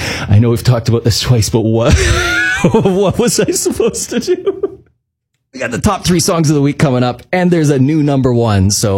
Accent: Davidson, Saskatchewan, Canada; I'm from Davidson, Saskatchewan. I grew up on a farm in the midway town between Saskatoon and Regina.

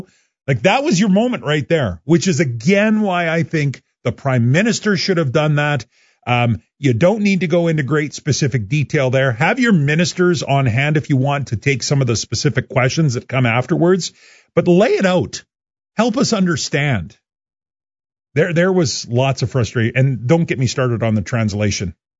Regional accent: Canada; I'm Canadian. I'm all in. You got me. I'm Canadian.

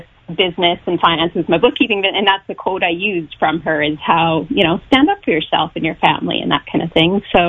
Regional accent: Yorkton, Saskatchewan, Canada; I grew up in Yorkton, GX94, farm, country, and … were standards, right?

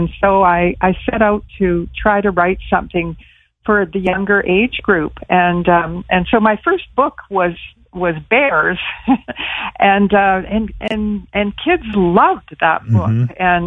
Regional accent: Moose Jaw, Saskatchewan, Canada; born there; Yes, I was born in Moose Jaw, Saskatchewan, and so were my parents, and so we have a lot of roots in Saskatchewan

